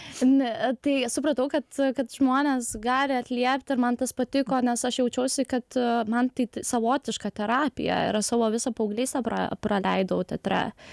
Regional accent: Jurbarkas, Tauragė County, Lithuania; aš esu iš Jurbarko

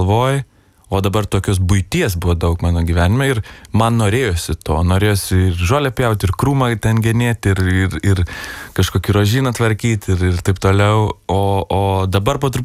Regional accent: Plungė, Telšiai County, Lithuania; mes abudu esam iš Plungės

